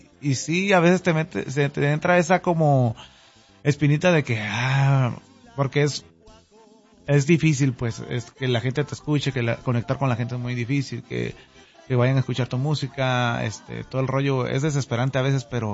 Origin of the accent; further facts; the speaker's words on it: Miahuatlán de Porfirio Díaz, Oaxaca, Mexico; moved away; un compositor, cantante de Miahuatlán, de Porfirio Díaz, Oaxaca, México.